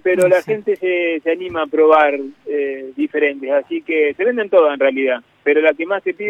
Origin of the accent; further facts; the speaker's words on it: Rosario, Santa Fe, Argentina; moved away as an adult; now in United States; Mira, yo soy de Rosario